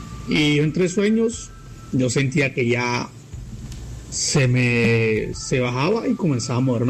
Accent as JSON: {"language": "Spanish", "town": "Montería", "region": "Córdoba", "country": "Colombia", "tie": "born or raised there", "moved": "as an adult", "lives_now": "Urabá, Colombia"}